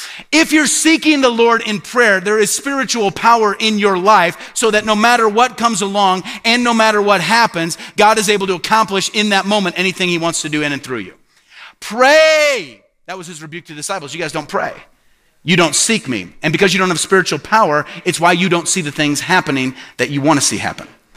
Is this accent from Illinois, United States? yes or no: yes; Peoria, Illinois, United States; born or raised there